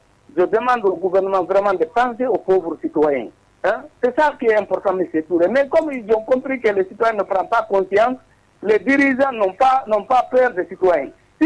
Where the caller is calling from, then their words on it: Fouta Djallon, Guinea; chez nous, au Foutan